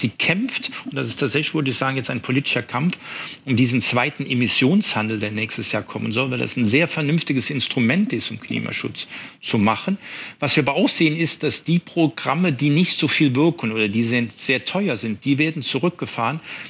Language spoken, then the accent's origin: German; Mannheim, Baden-Württemberg, Germany; Also ich komme aus Mannheim, mein Name ist eine der heißesten Städte, weil wir hier in der Oberrheinebene liegen.